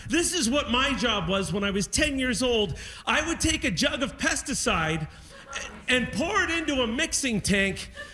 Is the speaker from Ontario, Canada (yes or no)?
yes; Niagara-on-the-Lake, Ontario, Canada; Thank you, Niagara-on-the-Lake, my hometown.